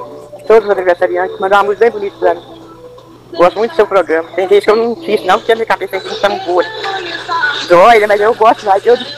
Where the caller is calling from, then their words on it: Brazil; Eu sou da comunidade de Mãos Medeiros.